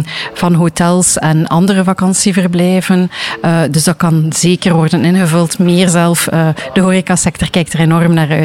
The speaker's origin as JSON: {"language": "Dutch", "town": "Ostend", "region": "West Flanders", "country": "Belgium", "said": "ik ben een echte Oostendenaar en ik hou ontzettend van mijn stad."}